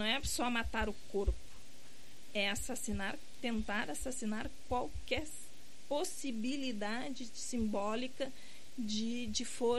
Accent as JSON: {"language": "Portuguese", "country": "Brazil", "moved": "yes", "said": "Eu sou da região da fronteira, sou da Lídia Ceguá."}